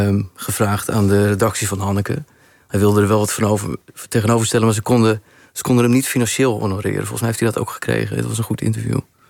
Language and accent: Dutch; Harderwijk, Gelderland, Netherlands; Want waar ik vandaan kwam, bestonden bepaalde woorden voor bepaalde zaken niet.